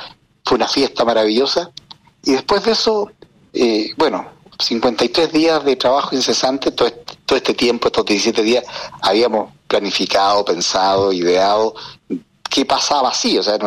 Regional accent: Chile

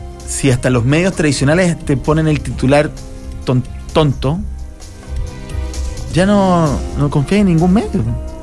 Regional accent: Chile; Pucha, que somos mezquinos los chilenos.

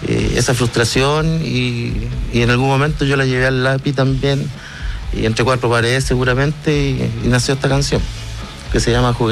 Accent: Copiapó, Atacama, Chile; Yo, como te comentaba, soy de Copiapó.

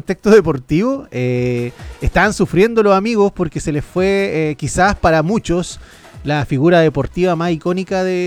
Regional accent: Chile; somos nosotros los chilenos

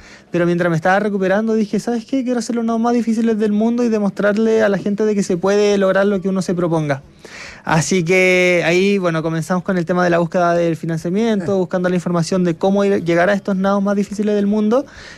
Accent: Antofagasta, Chile; Como soy de Antofagasta, siempre hemos estado en el mar

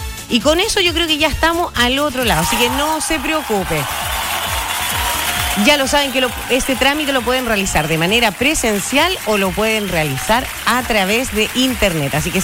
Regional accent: Chile

